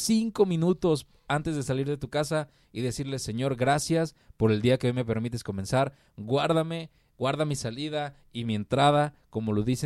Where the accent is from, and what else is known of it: Mexico